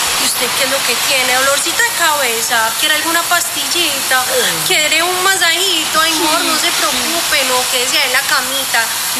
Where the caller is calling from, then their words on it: Antioquia, Colombia; las paisas alcahueteamos y mimamos mucho